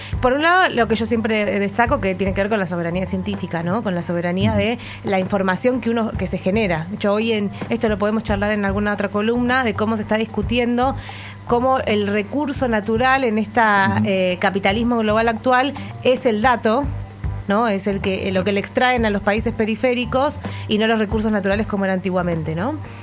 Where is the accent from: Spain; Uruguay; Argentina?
Argentina; A nosotros como Argentina